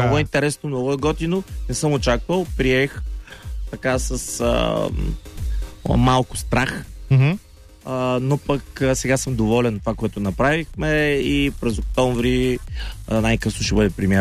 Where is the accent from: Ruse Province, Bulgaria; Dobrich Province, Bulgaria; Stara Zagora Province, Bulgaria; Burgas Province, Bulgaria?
Dobrich Province, Bulgaria; Dobrich; в моя роден град, Добрич.